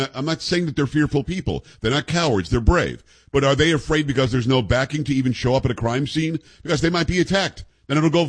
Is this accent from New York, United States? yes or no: yes; Copiague, New York, United States; I mean, I grew up in Copaig from Amityville originally. As I said, my grandfather was the fire chief in Belmore. So as the crow flies, about 20 minutes from New York City.